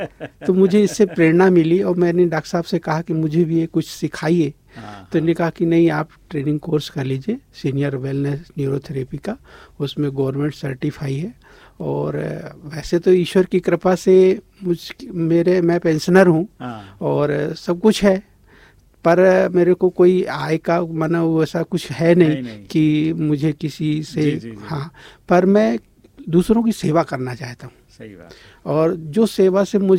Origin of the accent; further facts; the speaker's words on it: Jabalpur, Madhya Pradesh, India; मैं जबलपुर से बिलोंग करता हूँ